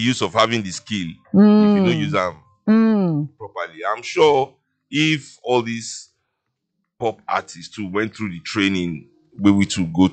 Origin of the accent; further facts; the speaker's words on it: Nigeria; Our essence as Nigerian people comes through, regardless of anywhere we put us.